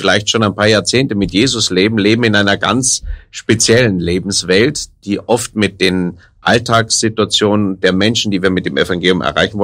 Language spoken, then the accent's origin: German; Rhineland, Germany; Ich bin ein Rheinländer, ja